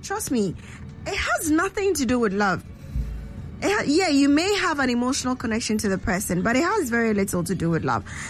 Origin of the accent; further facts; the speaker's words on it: Spintex, Greater Accra, Ghana; I'm from Spintex too.